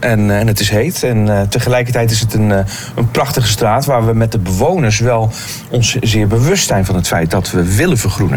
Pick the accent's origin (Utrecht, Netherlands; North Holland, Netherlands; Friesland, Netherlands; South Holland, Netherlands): Utrecht, Netherlands; als Utrechters zijnde.